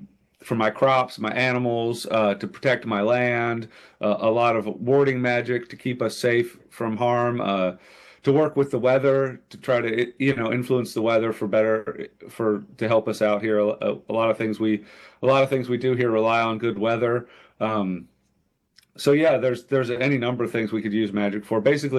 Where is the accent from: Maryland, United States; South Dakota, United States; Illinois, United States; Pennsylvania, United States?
Pennsylvania, United States; No, I'm originally from Pennsylvania.